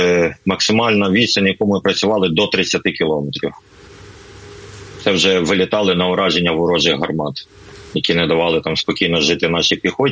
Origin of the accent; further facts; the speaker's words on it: Volyn Oblast, Ukraine; now in Lviv, Ukraine; Сам родом з Волинської області, але склалося так життя, що з 13-го року проживав у Львові.